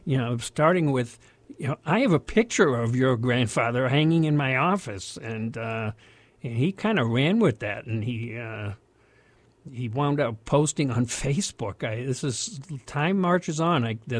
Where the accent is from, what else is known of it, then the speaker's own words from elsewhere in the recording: Boston, Massachusetts, United States; moved away as an adult; my self image as a Bostonian. You know, I left when I was 20, never to return, but it's who I am.